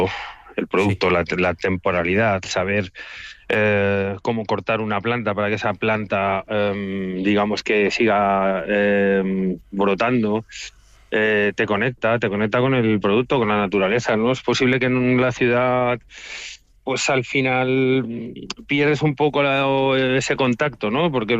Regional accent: San Lorenzo de El Escorial, Community of Madrid, Spain

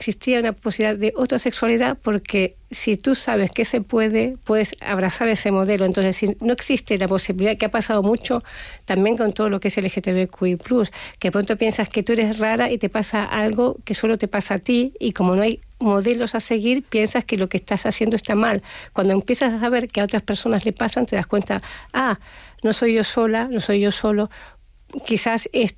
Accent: Argentina; y yo he vivido, yo soy argentina, en Argentina, de los años 80 o 70

